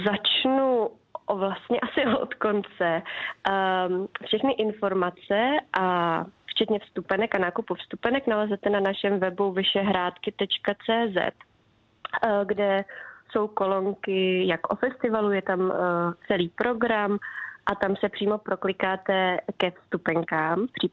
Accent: Jablonec nad Nisou, Liberec Region, Czechia; já jsem z Jablonce nad Nisou

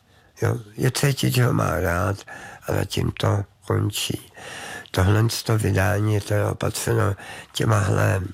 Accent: Cheb, Karlovy Vary Region, Czechia; Já jsem z Chebu, takže a jezdil jsem tam v létě s maminkou

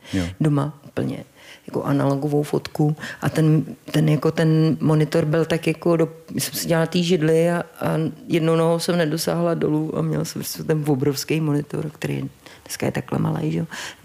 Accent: Karlovy Vary, Karlovy Vary Region, Czechia; born there; now in Prague, Czechia; Já jsem bydlela vlastně, narodila jsem se ve Varech a než jsem se přestěhovala do Prahy, tak už mě hudba provázela určitě třeba 3 roky

